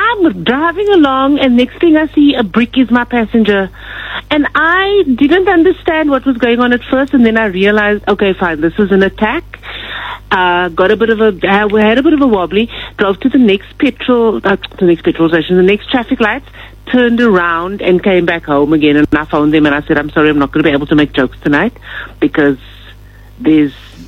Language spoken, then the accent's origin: English; Cape Town, Western Cape, South Africa; And I grew up in Mitchell's Plains, so I have no excuse.